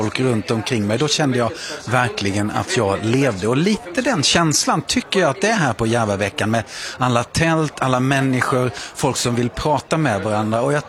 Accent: Moheda, Kronoberg County, Sweden; När jag var liten i Moheda utanför Växjö

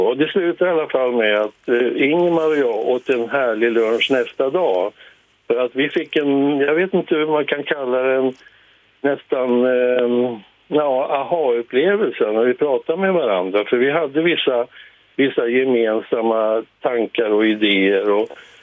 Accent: Sweden; Att vi är svenskar, va?

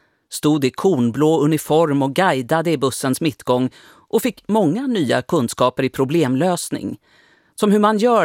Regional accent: Halmstad, Halland County, Sweden; also born or lived in Stockholm; Jag är född i Stockholm, uppvuxen i Halmstad med 2 småsystrar och våra föräldrar, Anna-Karin och Anders

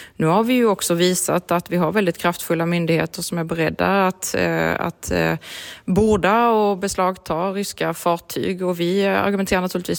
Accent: Kristianstad, Skåne, Sweden; här i Kristianstad som är min födort där jag växt upp.

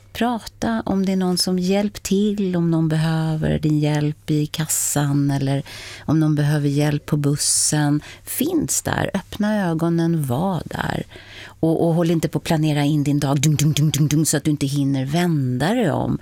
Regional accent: Spain; also born or lived in United States; Det kommer kanske från min latinska uppväxt, eftersom jag växte upp i Spanien och bott i Europa och bott i USA

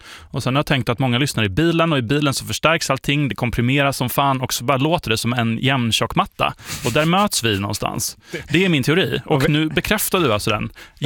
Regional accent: West Coast, Sweden; now in Stockholm, Sweden; Ja, men jag är liksom uppvuxen på västkusten, bott i Stockholm i 16 år.

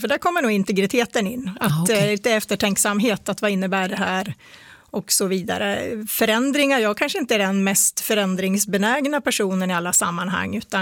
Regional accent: Östersund, Jämtland County, Sweden; Jag är norrlänning. Ja. Jag är född i Östersund.

